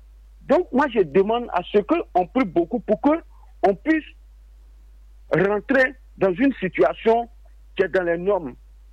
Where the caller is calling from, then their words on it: Côte d’Ivoire; Aujourd'hui, on vit dans une situation que il n'y a pas de mérite en Côte d'Ivoire.